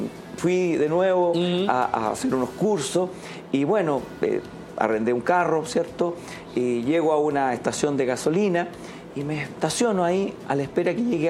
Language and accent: Spanish; Chile